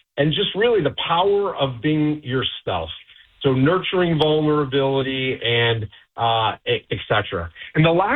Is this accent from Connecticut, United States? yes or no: no; Michigan, United States; I grew up in Michigan, so it was cold.